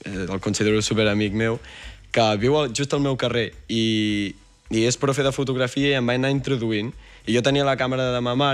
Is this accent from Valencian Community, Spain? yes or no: no; Berga, Catalonia, Spain; Sí, sí, sóc de Berga.